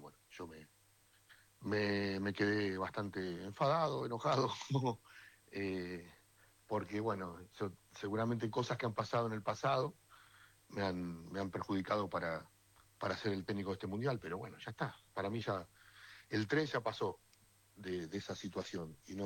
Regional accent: Argentina; Yo me siento muy, muy argentino

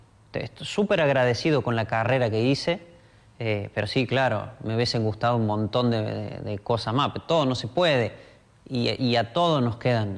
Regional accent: Argentina; lo competitivo que somos los argentinos

